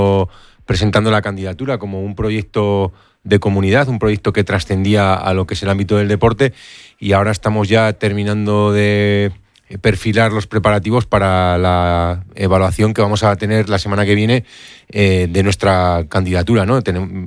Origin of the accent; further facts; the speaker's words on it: Navarre, Spain; Es verdad que Navarra pues tiene la dimensión geográfica que tiene, tenemos la población que tenemos